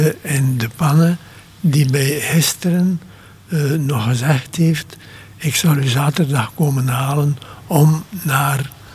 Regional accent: Bruges, Flanders, Belgium; born there; also born or lived in Kuurne / Harelbeke; Ik ben geboren in Brugge

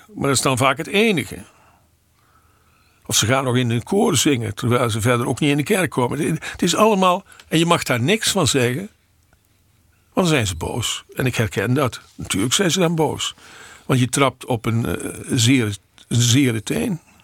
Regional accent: Montferland, Gelderland, Netherlands; De regio waar ik vandaan kom, Montferland, is van oudsher katholiek gebied.

